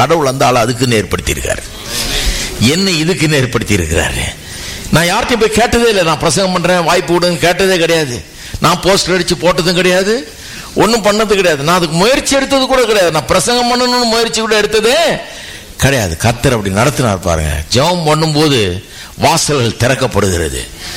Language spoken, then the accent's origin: Tamil; Chennai, Tamil Nadu, India; நான் இந்த சென்னை பட்டணத்துக்காக தமிழ் அறிவை கொடுத்து, எனக்கு தமிழ் கலாச்சாரத்தில் என்னை வளர வச்சு, இந்த ஊரில் என்ன இருக்க வச்சு, ஒரு இந்தியனாக இருக்க வச்சு, இந்த ஊரில் என்னை வளர்த்து